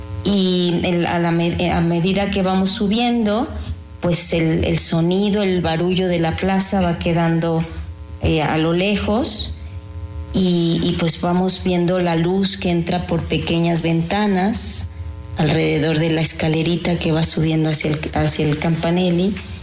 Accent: Puebla, Mexico

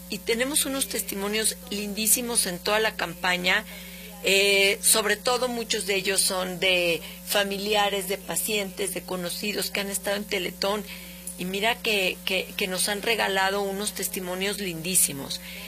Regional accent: Mexico; nos recuerda lo que realmente somos los mexicanos, ¿no?

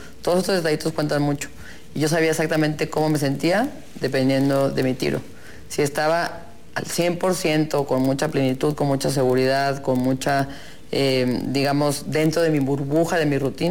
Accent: Mexico; Soy muy orgullosa, ¿no? De los colores, de la bandera, de nuestro país.

